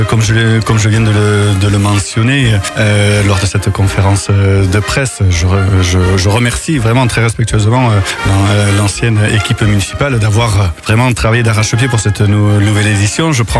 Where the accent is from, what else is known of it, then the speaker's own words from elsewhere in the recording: Condom, Occitanie, France; quand on dit qu'on est de Condon, quand je dis que je suis le maire de Condon, tout de suite c'est le festival de Bandas à laquelle on pense.